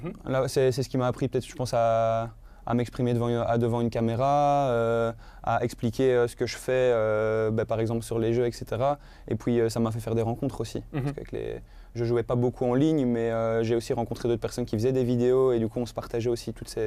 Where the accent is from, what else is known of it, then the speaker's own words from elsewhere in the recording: Wallonia, Belgium; moved away as an adult; now in Brussels, Belgium; quand j'y retourne, je me rends compte que j'ai eu de la chance de grandir là-bas. Parce que c'est la campagne et tout. Là maintenant, je suis sur Bruxelles